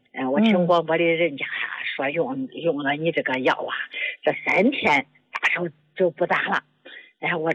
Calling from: Zhengzhou, Henan, China; 我是河南郑州的。

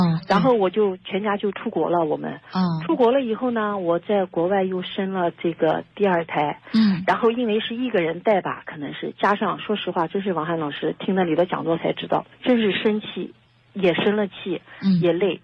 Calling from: Nanjing, Jiangsu, China; 我是南京的一名听众。我今年是47岁，

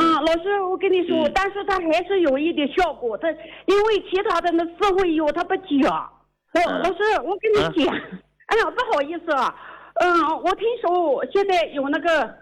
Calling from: Kunming, Yunnan, China; 我是昆明的，是农民，77岁。

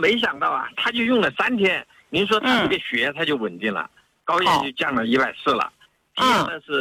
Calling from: Hubei, China; 我是湖北的。

